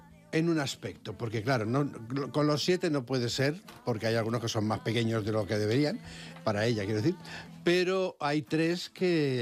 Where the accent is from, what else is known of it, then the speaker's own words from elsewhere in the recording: Levante, Spain; now in Madrid, Spain; O sea, yo que vengo del Levante, no sabéis, bueno, lo